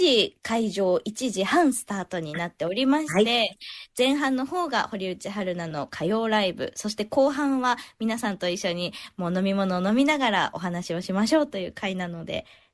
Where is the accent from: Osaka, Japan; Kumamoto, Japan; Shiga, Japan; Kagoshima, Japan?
Kumamoto, Japan; 私のふるさと熊本は阿蘇を舞台に熱い女の情念を歌ったとてもかっこいい曲になっております。